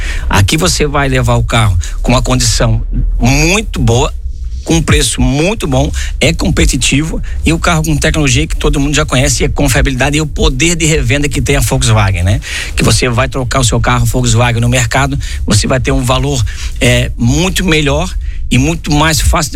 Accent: Brazil; Nós somos brasileiros

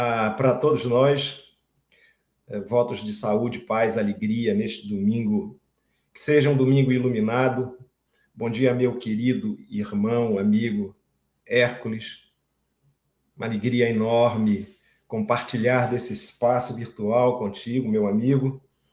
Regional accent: Bahia, Brazil; moved away as an adult; also born or lived in Rondônia; Aqui na Bahia, hoje, porque me transferi para a Bahia em 2018, de volta, já que eu sou baiano

